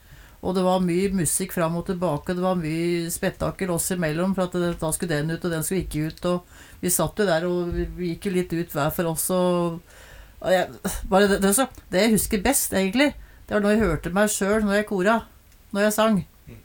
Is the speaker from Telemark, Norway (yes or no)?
no; Ådalen, Buskerud, Norway; Da kom jeg … fra Ådalen inn i studio, kan du si.